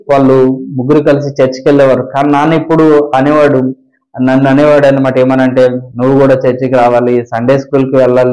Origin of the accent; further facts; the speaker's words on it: Kontalam, Andhra Pradesh, India; మాది విశాఖ జిల్లాలో ఒక చిన్న కుగ్రామం, చిన్న గ్రామం. మా గ్రామం పేరు కొంతలం గ్రామం.